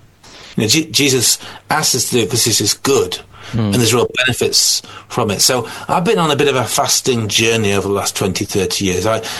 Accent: Doncaster, Yorkshire and the Humber, United Kingdom; also born or lived in York / Sheffield; now in Bolton, United Kingdom; I was brought up in Doncaster, I was just telling you just a bit earlier. So, yeah, most of my life in the north, but particularly the last 30 years or so. And the last couple of years, I've moved over to Greater Manchester and now living in Bolton

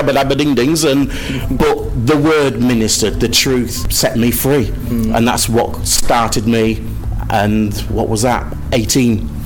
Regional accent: East Midlands, United Kingdom; moved away; I'm from Lincolnshire, originally, and there's a network of churches there based in Lincoln called Ground Level, and we were part of that network of churches, the New Life Churches

